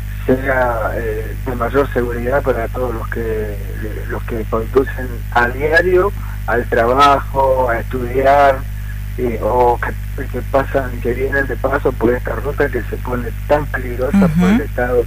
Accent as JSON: {"language": "Spanish", "country": "Argentina"}